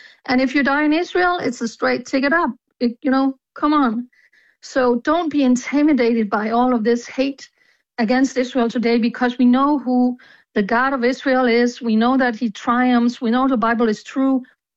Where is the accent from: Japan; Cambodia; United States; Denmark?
Denmark; I said, I'm from Denmark.